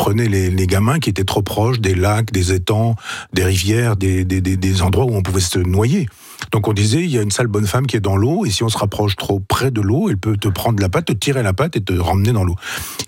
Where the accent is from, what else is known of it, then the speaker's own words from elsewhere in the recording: Chambois, Normandy, France; il y a une cellule à Chambois, qui était mon village natal.